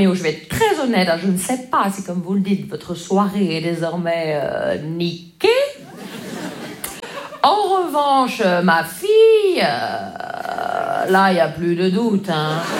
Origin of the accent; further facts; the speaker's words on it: Grand Est, France; Vous savez, moi, je viens des Vosges.